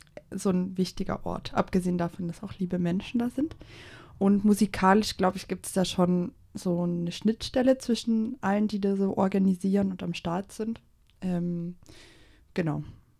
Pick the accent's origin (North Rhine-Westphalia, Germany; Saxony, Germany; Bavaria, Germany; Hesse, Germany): Saxony, Germany; im sächsischen Umland aufgewachsen. Ja. Was soll man dazu sagen? relativ unspannend, eine kleine Vorstadt, sehr industriell geprägt, DDR geprägt.